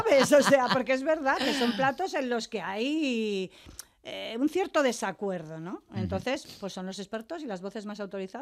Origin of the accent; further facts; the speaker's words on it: Madrid, Community of Madrid, Spain; Y luego, pues yo soy nacida en Madrid ya y criada y he vivido siempre aquí.